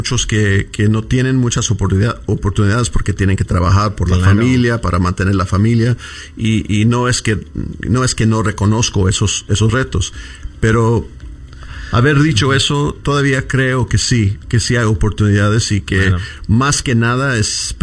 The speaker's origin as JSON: {"language": "Spanish", "town": "Fresno", "region": "California", "country": "United States", "tie": "born or raised there", "moved": "as an adult", "said": "Después de graduarme de Fresno High, salí del Valle en 1987 para ir a la universidad con una beca y más adelante estudié Derecho."}